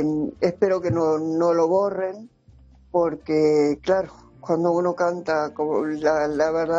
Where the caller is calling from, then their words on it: Entre Ríos, Argentina; de Entre Ríos.